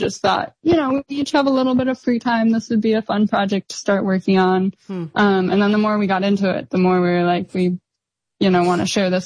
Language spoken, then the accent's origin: English; Hartland, Vermont, United States; Yeah, so we were raised in Vermont in a little town called Heartland.